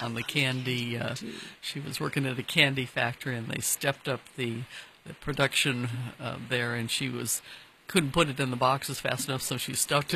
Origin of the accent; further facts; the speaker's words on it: Midwest, United States; moved away; I'm from the Minnesota, Wisconsin area